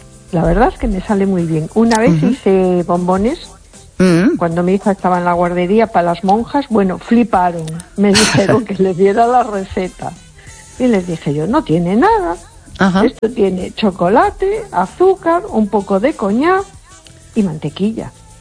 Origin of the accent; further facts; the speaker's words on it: A Coruña, Galicia, Spain; Hola, buenas noches … de Coruña.